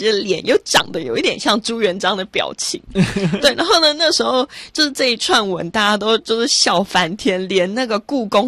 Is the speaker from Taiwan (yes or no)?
yes; Taiwan; 我身为一个台湾人